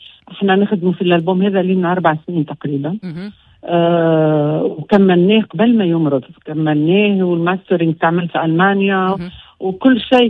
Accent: Tunisia; accent: Tunisian; now in Cairo, Egypt

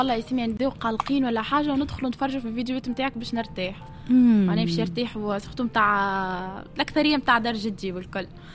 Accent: Tunisia; راهو بابا جزيري وامي تونسيه، اما انا عايشه في تونس وولدت في تونس وكبره في تونس.

